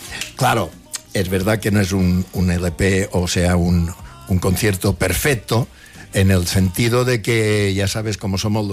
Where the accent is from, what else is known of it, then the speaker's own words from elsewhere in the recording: Balearic Islands, Spain; accent: Mallorcan; Mi acento mallorquín